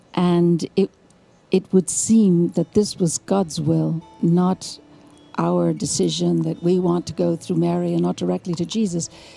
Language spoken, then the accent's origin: English; India; born there; I was born in India, so I do have an Indian name